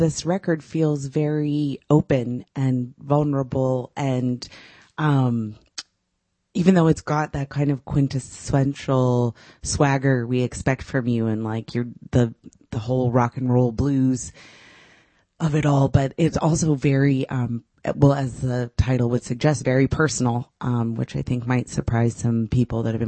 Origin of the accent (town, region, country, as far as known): United States